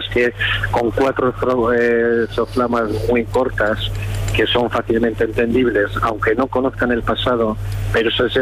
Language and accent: Spanish; Basque Country, Spain; yo provengo del País Vasco.